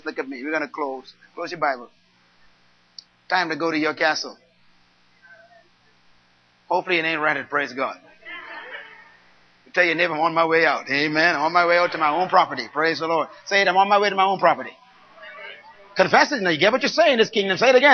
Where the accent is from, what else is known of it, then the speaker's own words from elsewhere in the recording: Bain Town, New Providence, Bahamas; born there; I was born in Baintown